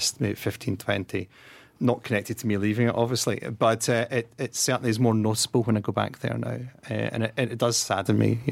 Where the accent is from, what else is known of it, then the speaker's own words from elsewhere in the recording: Scotland, United Kingdom; now in Luxembourg; And when I go back to Scotland, you know, I don't like to bring up negative things, but I see the local park with litter in it